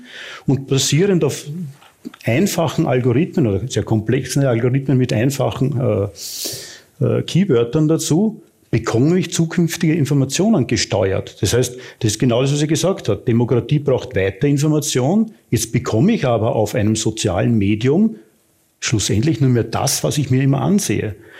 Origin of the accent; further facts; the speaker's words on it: Austria; Und da sind wir als Österreicher genau mittendrin.